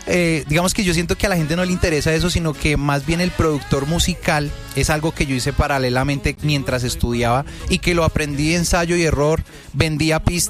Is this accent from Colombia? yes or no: yes; Bogotá, Colombia; Parece, pero